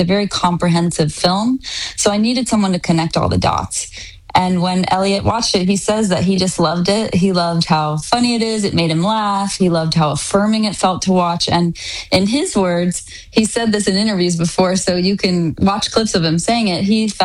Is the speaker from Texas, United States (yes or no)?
yes; Texas, United States; at least as a teen girl growing up in Texas.